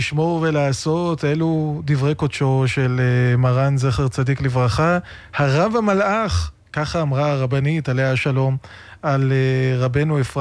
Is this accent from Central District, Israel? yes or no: yes; Netanya, Central District, Israel; born there; אני זוכר את המעמדים הללו בתור ילד בעיר נתניה